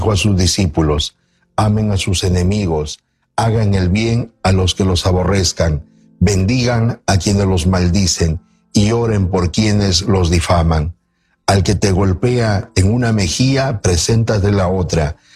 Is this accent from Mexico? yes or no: no; Peru; also born or lived in Pacoima, California; now in Los Angeles, United States; Yo soy de nacionalidad del Perú y estoy aquí trabajando en la Arquidiócesis de Los Ángeles, incorporado en estos tiempos ya 13 años